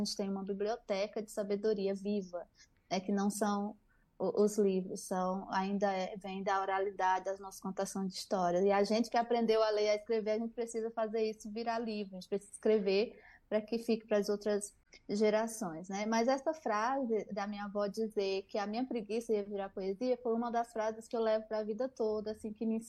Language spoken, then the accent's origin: Portuguese; Northeast Region, Brazil; nós que somos nordestinas, mulheres, eu que sou uma mulher indígena, nordestina e sapatão